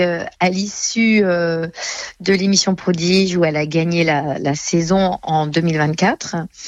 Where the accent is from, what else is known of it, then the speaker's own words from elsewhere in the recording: Reims, Grand Est, France; comme nous sommes de Reims